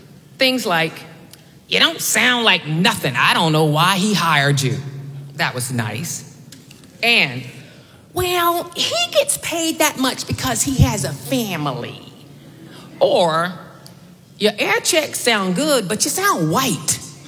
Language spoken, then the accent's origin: English; Salisbury, North Carolina, United States; my hometown of Salisbury, North Carolina.